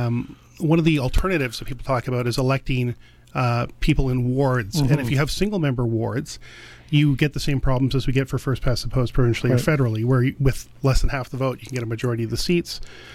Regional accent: Delta, British Columbia, Canada; my hometown of Delta

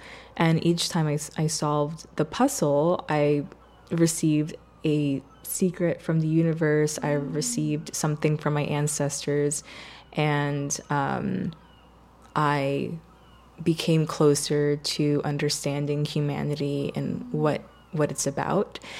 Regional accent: Puerto Rico; I'm from Puerto Rico, and in Puerto Rico, like our indigenous nation is Taíno, which is also part of my ancestry and my heritage.

